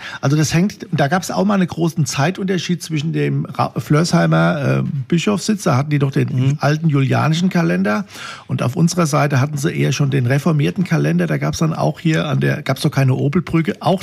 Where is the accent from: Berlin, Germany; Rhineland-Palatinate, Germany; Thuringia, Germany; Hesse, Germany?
Hesse, Germany; ich komme aus dem Taunus, da ist das jetzt nicht so eine dolle Sache mit der Fasnacht